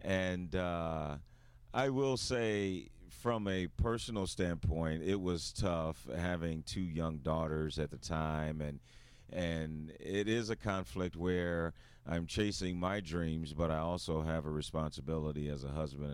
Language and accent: English; East St. Louis, Illinois, United States; moved away as an adult; also born or lived in Des Moines, Iowa / Minnesota; being from nearby East St. Louis, got an opportunity for my hometown people to see me on TV.